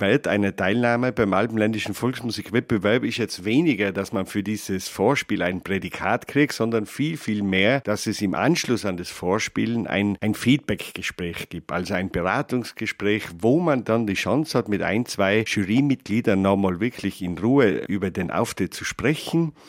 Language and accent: German; Austria; oder auch bei uns in Österreich dann Gruppen hört, oder auf Bühnen sieht und man sich noch erinnern kann, die waren auch bei uns einmal in Innsbruck